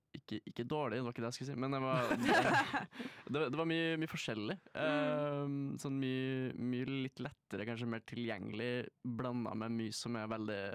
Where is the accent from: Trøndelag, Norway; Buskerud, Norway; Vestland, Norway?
Trøndelag, Norway; jeg er fra Steinkast unna Trondheim, skulle du si.